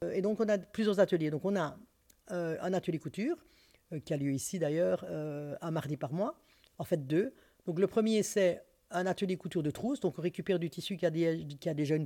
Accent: Liège, Wallonia, Belgium; now in Brussels, Belgium; moi, je suis liégeoise.

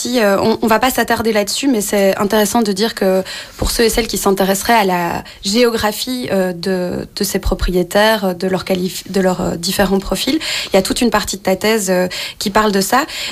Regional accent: Brussels, Brussels-Capital Region, Belgium; en tant que Bruxellois, Bruxelloise

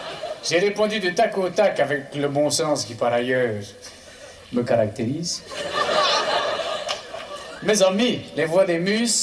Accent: Écaussinnes, Wallonia, Belgium; je suis une fleur de province. Et oui, je suis originaire d'Écossine.

